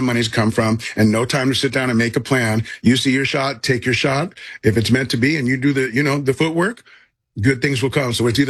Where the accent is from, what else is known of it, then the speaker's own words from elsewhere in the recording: Hollywood, California, United States; now in Tulsa, United States; I grew up in Hollywood in the San Fernando Valley, and that's where everything is filmed besides, you know?